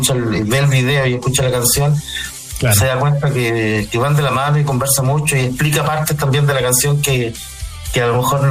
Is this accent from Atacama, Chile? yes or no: yes; Copiapó, Atacama, Chile; now in La Serena, Chile; Yo soy de provincia, soy de La Serena, soy copiapino, pero viviendo en La Serena.